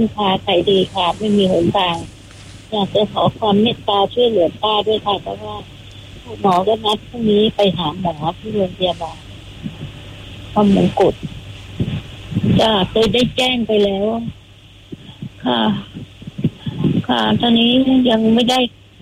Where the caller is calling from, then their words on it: Bangkok, Thailand; อยู่กรุงเทพ